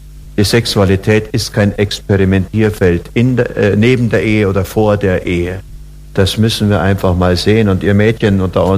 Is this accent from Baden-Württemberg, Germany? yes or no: no; Oberammergau, Bavaria, Germany; Ich weiß, ich bin auf dem Dorf aufgewachsen in Oberammergau.